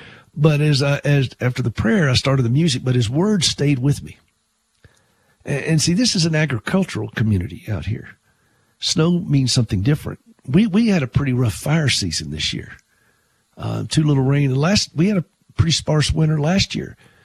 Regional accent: the South, United States; it's a different kind of snow than what I grew up back in the South with, you know, which was ice and so forth.

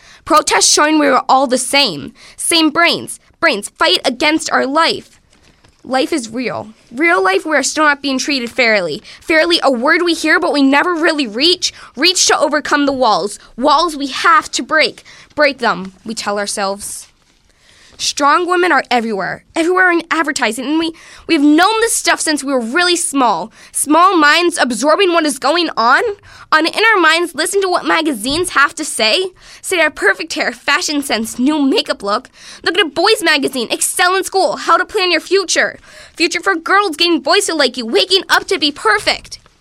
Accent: Greenfield, United States; I'm from Greenfield.

